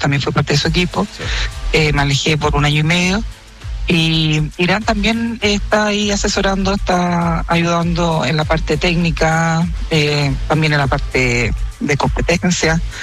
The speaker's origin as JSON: {"language": "Spanish", "town": "Santiago", "region": "Santiago Metropolitan Region", "country": "Chile", "said": "No, soy de Santiago."}